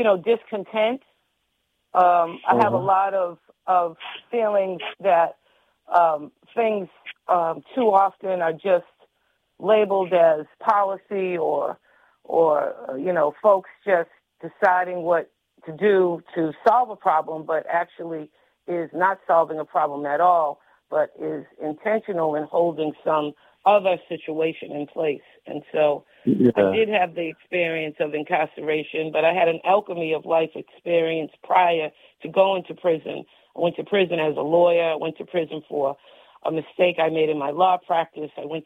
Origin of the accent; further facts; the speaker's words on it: Boston, Massachusetts, United States; And I was in a different part of the state than my hometown area of Roxbury, Boston